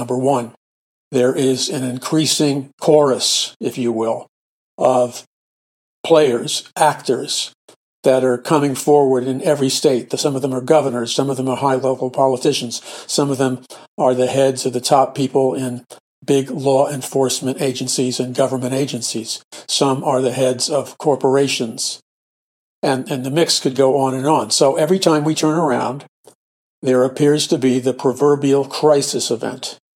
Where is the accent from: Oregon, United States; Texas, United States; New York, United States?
New York, United States; New York City; All my life growing up in New York City, you know, this is not a matter of wanting to be in the most important city versus not being in the most important city.